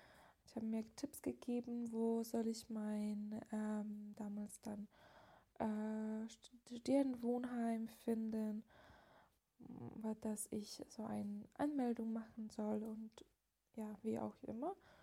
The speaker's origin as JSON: {"language": "German", "country": "Lithuania", "tie": "born or raised there", "second_language": "German", "said": "zum Beispiel ich bin noch in Litauen groß geworden, ich bin da sozialisiert geworden und naja, ich kenne mein Land, ich kenne meine Kultur und ich habe dann kein Gefühl, dass ich meine litauische Identität verliere."}